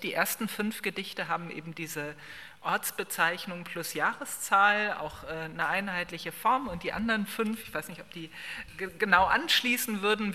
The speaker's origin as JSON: {"language": "German", "town": "Bottrop", "region": "North Rhine-Westphalia", "country": "Germany", "said": "ich komme aus dem Ruhrgebiet, ich komme aus Bottrop"}